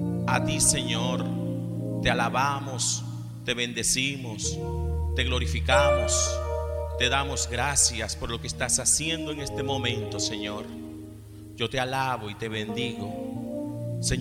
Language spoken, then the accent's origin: Spanish; Cartagena, Bolívar, Colombia; moved away; el sábado me fui a Cartagena, a mi pueblo.